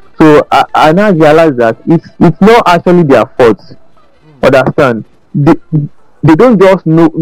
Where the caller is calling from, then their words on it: Lagos, Nigeria; I'm calling you from Yaba.